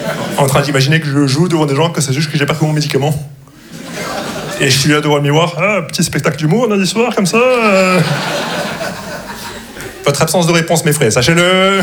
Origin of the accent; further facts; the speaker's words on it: Casablanca, Casablanca-Settat, Morocco; Je viens de Casablanca et je parle comme si je vena